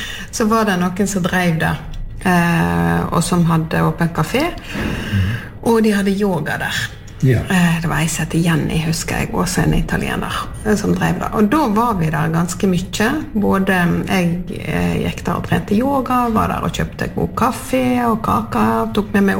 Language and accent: Norwegian; Sotra, Vestland, Norway; moved away as an adult; now in Jostedal, Norway; så kom jeg fra Sotra.